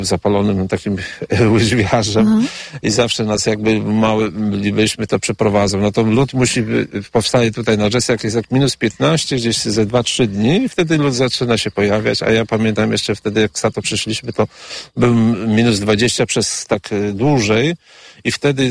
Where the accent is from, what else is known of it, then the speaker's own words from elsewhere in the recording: Wizna, Podlaskie Voivodeship, Poland; Tak, jestem z Wizny i tutaj jestem rolnikiem.